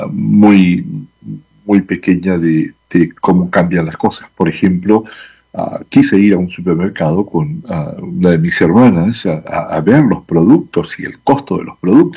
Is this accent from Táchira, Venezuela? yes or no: yes; San Cristóbal, Táchira, Venezuela; moved away; estoy en San Cristóbal, la capital del estado Táchira, en el oeste de Venezuela. Como bien mencionas, todos allá saben que soy de Venezuela